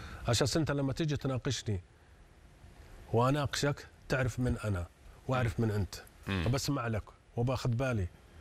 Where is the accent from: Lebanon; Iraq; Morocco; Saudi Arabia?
Saudi Arabia; أنا كلاعب سعودي أتقبل من